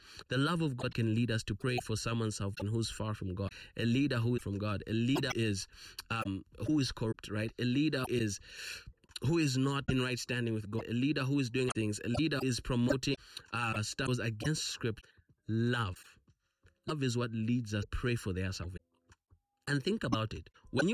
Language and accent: English; Zambia; growing up in Zambia and Africa